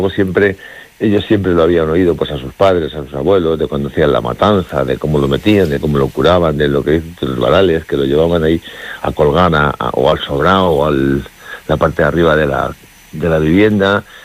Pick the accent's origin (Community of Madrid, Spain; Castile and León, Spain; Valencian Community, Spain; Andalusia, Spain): Community of Madrid, Spain; Pozuelo de Alarcón; moved away as an adult; now in Montaña Palentina, Spain; En Madrid. Yo nací y viví en Pozuelo de Alarcón toda mi vida. Y entonces, hace unos años, ya va para 9, me vine para acá.